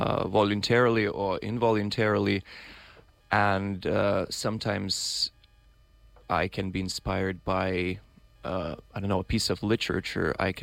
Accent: Vilnius, Vilnius County, Lithuania; also born or lived in London; now in New York City, United States; I'm a Lithuanian composer currently based here in New York City, and I'm pursuing my doctoral degree at Columbia University. I was born in Vilnius in 95

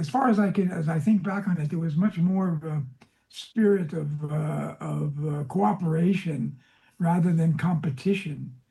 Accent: New York City, New York, United States; I was in New York City, growing up in New York City, where there was a lot of sympathy for socialist ideas.

